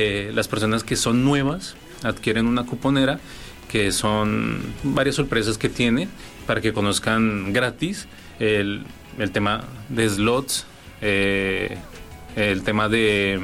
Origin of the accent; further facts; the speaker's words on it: Guadalajara, Jalisco, Mexico; now in Hermosillo, Mexico; Porque como vengo de Guadalajara, sí, está complicado.